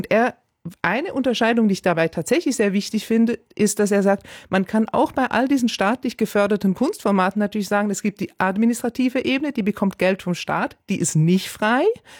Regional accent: United Kingdom; ich bin ja selber Britin

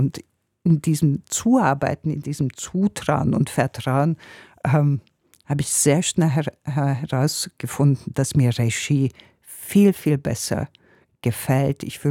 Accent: Hungary; German is a second language; moved away; Ich komme aus Ungarn … ich bin so und so viele Jahre alt

